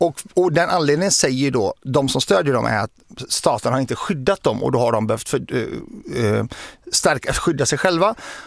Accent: Zahle, Beqaa, Lebanon; att vissa av de barnen har fått lämna Beirut och flytta hem liksom upp till Zahle där vi kommer ifrån

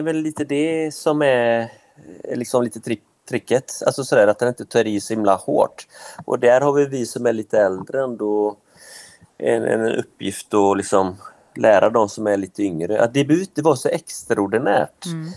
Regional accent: Västra Götaland County, Sweden; born there; Jag är ju född på nu utanför Göteborg.

